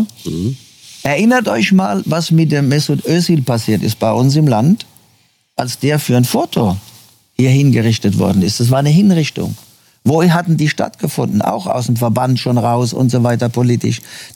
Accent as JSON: {"language": "German", "country": "Germany", "moved": "yes", "lives_now": "Brazil"}